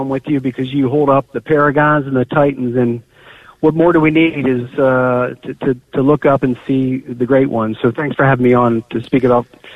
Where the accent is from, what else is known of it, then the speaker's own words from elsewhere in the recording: Ireland; I guess as an Irishman and an old sports writer, I took a lot of those stories